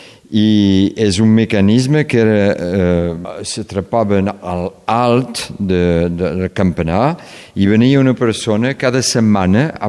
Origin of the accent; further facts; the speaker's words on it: Occitania, France; Bueno, aquí som país català, Som Conflent en país català i hem posat una bandera.